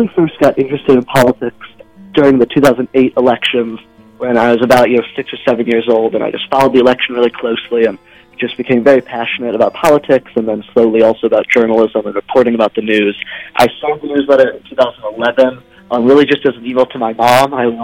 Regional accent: St. Louis, Missouri, United States; now in Washington, United States; St. Louis, Missouri.

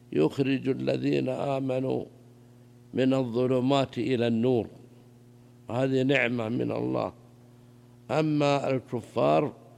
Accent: Saudi Arabia; بينما هو عندنا في السعودية كان قديما يعني 1200 قبل 3 سنوات

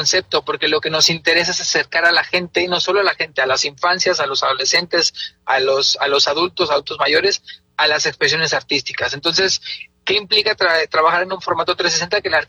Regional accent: Bacalar, Quintana Roo, Mexico; yo soy de aquí de Bacalar

